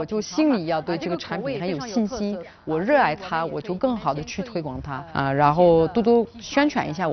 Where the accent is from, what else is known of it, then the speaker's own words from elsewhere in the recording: Bourgogne-Franche-Comté, France; Chinese is a second language; moved away; 作为一个法国人，我老家也是勃艮第